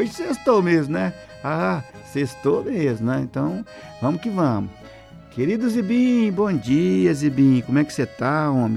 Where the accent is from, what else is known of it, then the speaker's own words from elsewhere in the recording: Londrina, Paraná, Brazil; Só os primeiros que vivem todos em Londrina, pois fomos criados lá em Londrina, desde que cedo da lida, do café que temos